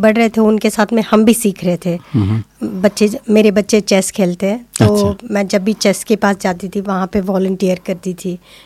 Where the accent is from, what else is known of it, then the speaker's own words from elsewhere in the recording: Hyderabad, Telangana, India; moved away as an adult; now in Australia; मैं हैदराबाद से हूँ, जो तेलंगाना का कैपिटल है.